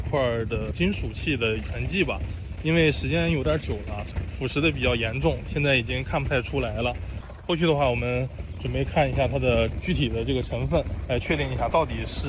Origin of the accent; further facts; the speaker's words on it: Shanxi, China; 我是土生土长的山西人，咱们脚下的这片土地呢，历史悠久，文化厚重